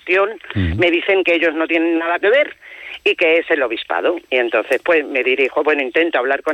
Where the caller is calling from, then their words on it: Málaga, Andalusia, Spain; somos de Málaga y lo que nos hemos trasladado es aquí a La Rioja por una parte por motivos de trabajo